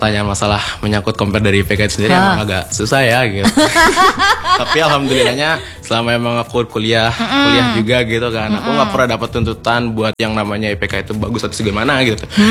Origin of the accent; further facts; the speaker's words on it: Klangenan, West Java, Indonesia; Halo Mas Angga, kita orang Klangenan.